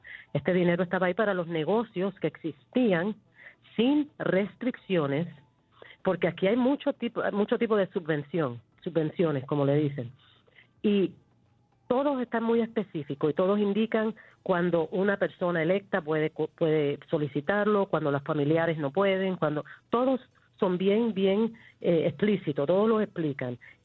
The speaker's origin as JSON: {"language": "Spanish", "country": "Puerto Rico", "said": "como hispanos, como puertorriqueños"}